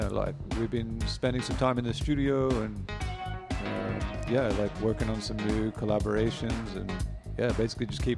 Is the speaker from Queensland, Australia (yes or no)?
no; Melbourne, Victoria, Australia; moved away as an adult; now in Berlin, Germany; So me and my partner Lewis on the label, we're both from Melbourne, Australia.